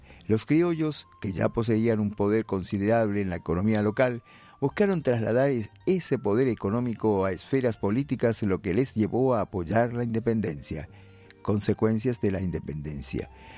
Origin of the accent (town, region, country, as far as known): Paraguay